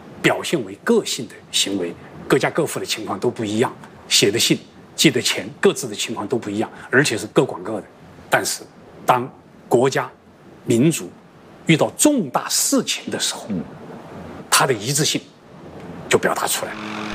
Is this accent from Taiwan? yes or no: no; China; 我们中国人实际上是活在一个家族之中的，